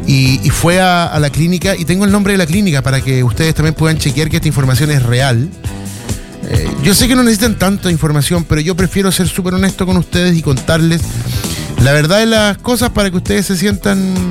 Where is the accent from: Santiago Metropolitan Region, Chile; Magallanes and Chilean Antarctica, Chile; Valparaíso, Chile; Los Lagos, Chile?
Valparaíso, Chile